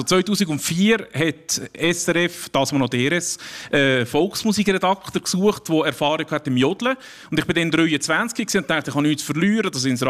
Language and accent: German; Lucerne, Switzerland; ich bin ja kein Waldner, ich bin ein Luzerner